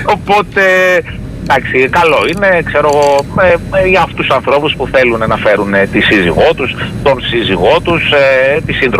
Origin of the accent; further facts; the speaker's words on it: Thessaloniki, Central Macedonia, Greece; Εγώ μεγάλωσα στη Δυτική Θεσσαλονίκη